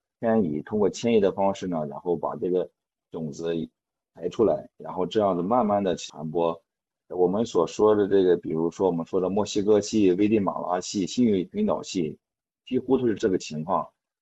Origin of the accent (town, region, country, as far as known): China